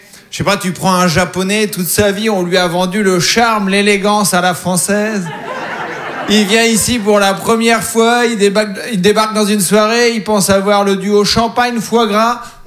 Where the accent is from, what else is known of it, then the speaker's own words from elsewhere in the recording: France; Je suis un spécimen rare, je suis un Français content.